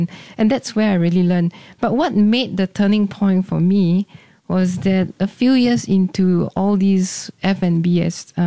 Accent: Singapore; Because growing up in Singapore, we are very used to our kopi C, kopi O, and those coffees are a different character.

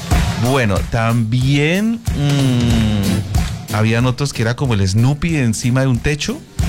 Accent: Bucaramanga, Santander, Colombia; born there; Yo soy de Bucaramanga

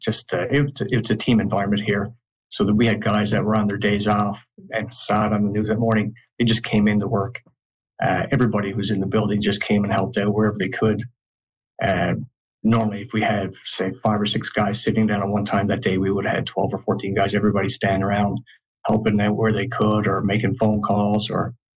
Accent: Gander, Newfoundland and Labrador, Canada; just turned 26. I was a controller at that point for 5 years. I was born and raised in Gander as well.

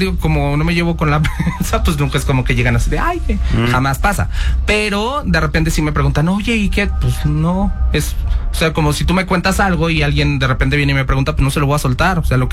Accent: San Cristóbal de las Casas, Chiapas, Mexico; Yo viví en mi pueblo, Deli, allá en San Cristóbal de las Casas.

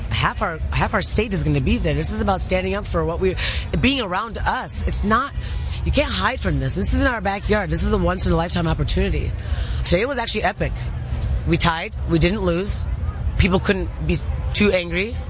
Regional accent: Michigan, United States; now in Los Angeles, United States; In LA, I'll say this specifically. I grew up in Michigan, but I'll say this.

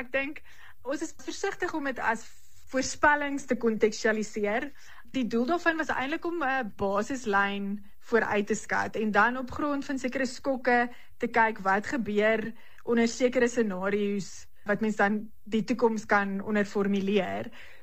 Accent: Pretoria, Gauteng, South Africa; ek is 'n stadsmeisie. Ek het in Pretoria Oos groot geword. Ek was in Menlo Park Hoërskool gewees

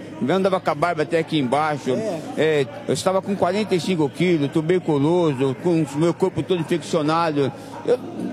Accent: Pernambuco, Brazil; now in São Paulo, Brazil; Eu sou de Pernambuco, né? Mas eu tô aqui em São Paulo já há algum tempo.

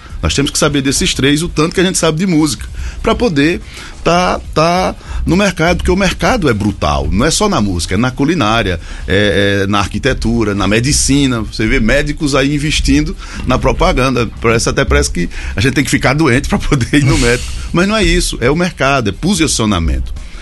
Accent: Ceará, Brazil; E também no Ceará, lá na minha região, na cidade do Crato e também na cidade de Juazeiro.

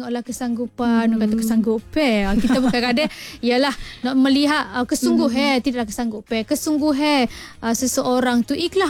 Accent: Sabah, Malaysia; saya membesar di Sabah.

